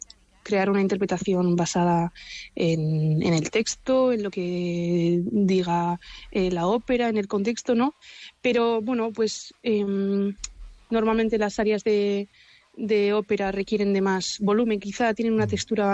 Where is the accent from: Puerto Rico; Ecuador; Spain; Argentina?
Spain; Basque Country; los tres somos vascos y Odi y yo somos de Guipúzcoa, entonces tocar en Donostia es un placer y en el Palacio Miramar más.